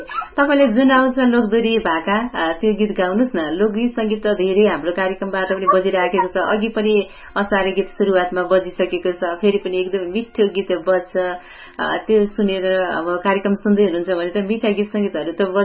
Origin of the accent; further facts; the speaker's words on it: Bagmati, Nepal; मेरो घर रामेछाप नै हो नि